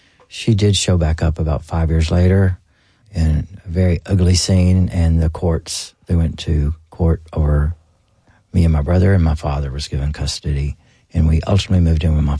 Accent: Booneville, Mississippi, United States; born or raised there

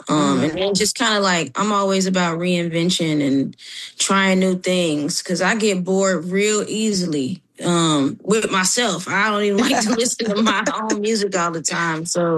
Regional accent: Decatur, Georgia, United States; Yeah, I'm from Decatur, Georgia. Yeah, I was born up north, and then we came to Decatur when I was about 3, 4. So I'm definitely from Decatur.

